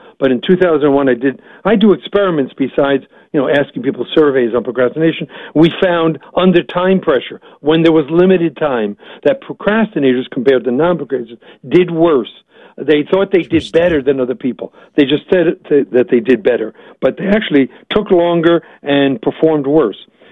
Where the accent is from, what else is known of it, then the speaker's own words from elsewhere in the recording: New York, United States; now in Chicago, United States; I'm from New York